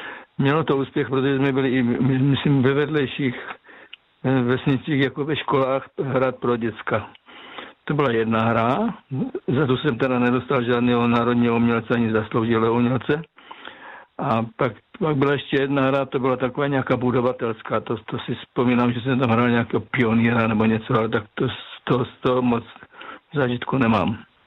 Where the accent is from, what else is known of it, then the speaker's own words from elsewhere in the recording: Moravian Slovakia, Czechia; Na základní škole, jak jsem vyrůstal na Moravském Slovácku, paní učitelka Neschlebová byla taková aktivní